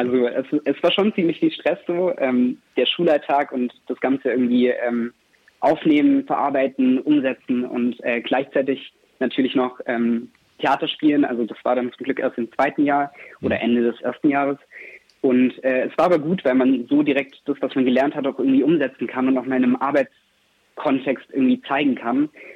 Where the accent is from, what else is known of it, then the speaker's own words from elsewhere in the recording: Reutlingen, Baden-Württemberg, Germany; accent: Swabian; Ich komme aus Reutlingen, ganz genau. Ah. Also da die Gegend, genau. Und von daher, ich kann Schwäbisch, aber es ist sehr eingerostet. Also ich lebe ja auch lange nicht mehr zu Hause.